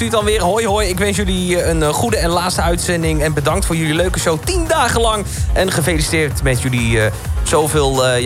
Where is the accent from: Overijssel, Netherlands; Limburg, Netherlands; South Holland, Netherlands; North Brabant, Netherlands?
Overijssel, Netherlands; Zwolle; moved away; Ik kom oorspronkelijk uit Zwolle.